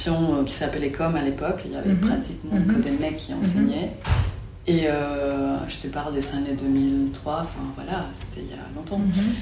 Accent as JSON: {"language": "French", "country": "Mexico", "tie": "born or raised there", "moved": "yes", "lives_now": "Marseille, France", "said": "Donc, c'est vrai que Marseille, ça ressemble en quelque sorte à cette ville dans laquelle j'ai grandi au Mexique."}